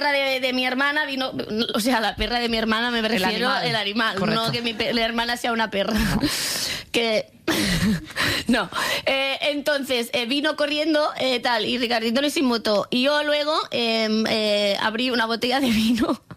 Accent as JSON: {"language": "Spanish", "region": "Catalonia", "country": "Spain", "said": "ser catalana es lo que me hace beber agua. Al final le debo tanto a mi tierra."}